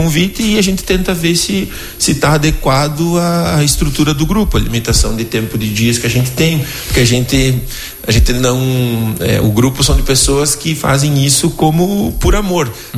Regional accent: Brazil; a gente passa muito trabalho explicando que a gente é do Brasil.

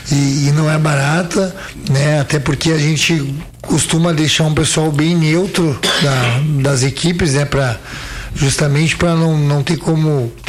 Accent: Pelotas, Rio Grande do Sul, Brazil; also born or lived in Caxias do Sul; now in Nova Prata, Brazil; particularmente, sou de Pelotas, morei muitos anos em Caxias, estou em Nova Prata há um ano.

